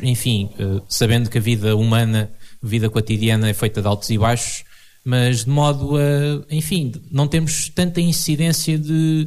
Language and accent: Portuguese; Portugal; tendo em conta que nós, enquanto portugueses, enfim, temos muita ideia da melancolia, da saudade, da tristeza